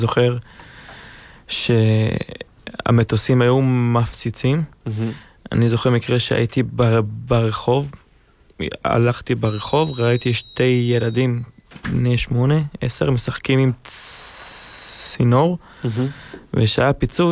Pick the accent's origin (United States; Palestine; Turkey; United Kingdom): Palestine; Gaza Strip; moved away; also born or lived in Israel / Egypt; אני יליד לאבא פלסטיני, עזתי, ולאמא יהודיה, אשדודית, ונולדתי בארץ, בצפון, וגיל 3 עברנו למצרים, גיל 5 העבירו אותנו